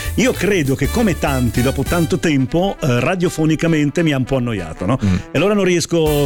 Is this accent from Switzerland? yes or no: yes; Graubünden, Switzerland; Comunque sono di Isranza e sono vicino a Tuzis, dunque siamo nei Grigioni